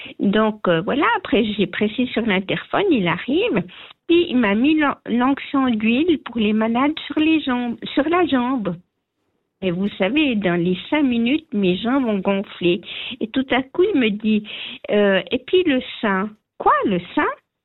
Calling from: Vevey, Vaud, Switzerland; j'habite à Vevey, proche de Vevey

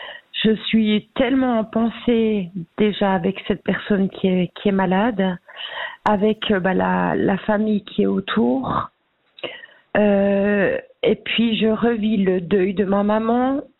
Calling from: Baden, Aargau, Switzerland; De la région d'Argovie.

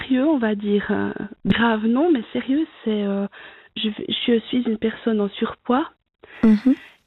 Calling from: Solothurn, Switzerland; Alors, moi, j'appelle du canton de Soleure.

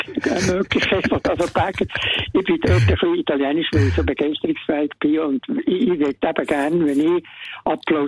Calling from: Bern, Switzerland; Ich bin Berner

